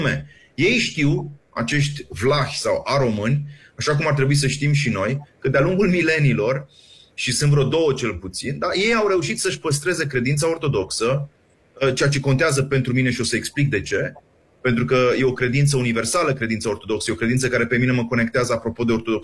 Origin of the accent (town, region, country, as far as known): Romania